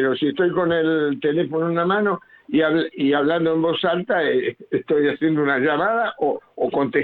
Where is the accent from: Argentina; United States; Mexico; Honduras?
Argentina; Ciudadela, Buenos Aires Province; born there; now in Junín, Argentina; Nací en Capital, pero viví muchos años en Ciudadela, hasta que después me vine a Junín, porque compré una chacra para vivir con la naturaleza.